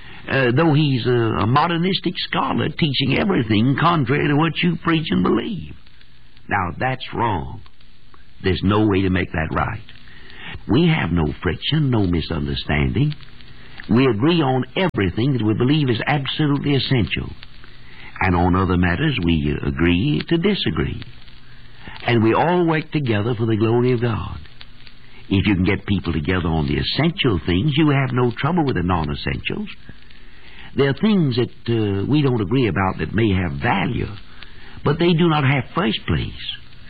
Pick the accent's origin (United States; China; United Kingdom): United States; I'm an American citizen.